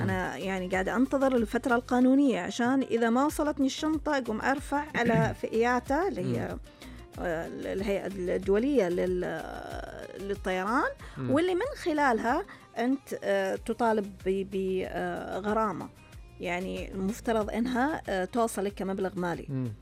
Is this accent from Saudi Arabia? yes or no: yes; Saudi Arabia; فإن إحنا عندنا في السعودية